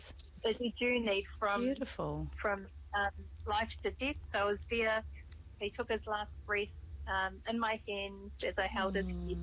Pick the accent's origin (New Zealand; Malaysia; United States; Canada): New Zealand; Christchurch, Canterbury; Some amazing miracles happened in my parents' life and in my life as a young girl growing up in Christchurch.